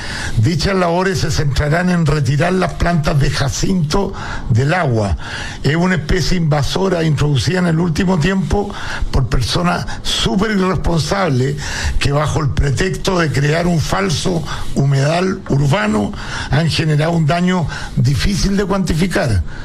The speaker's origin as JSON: {"language": "Spanish", "area": "Aculeo", "region": "Santiago Metropolitan Region", "country": "Chile", "said": "nosotros, los que somos laguneros de Aculeo, donde se viven las fiestas patrias con mucha fuerza también"}